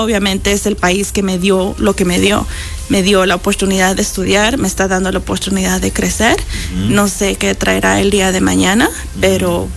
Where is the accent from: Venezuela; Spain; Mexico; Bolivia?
Mexico; now in New Jersey, United States; en el estado de Nueva Jersey, de hecho soy la única mexicana con la licencia para ejercer eso. Entonces, pues, orgullosamente tengo que representar a mi país